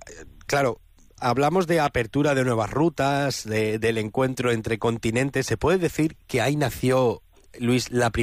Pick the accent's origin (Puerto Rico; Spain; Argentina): Spain; en España conocemos y valoramos suficientemente el papel histórico que tuvo nuestro país